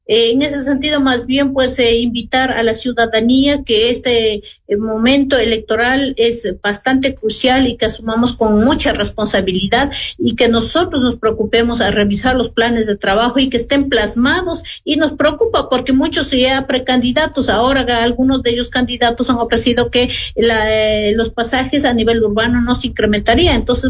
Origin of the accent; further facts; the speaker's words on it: Ecuador; nosotros tenemos como pueblo ecuatoriano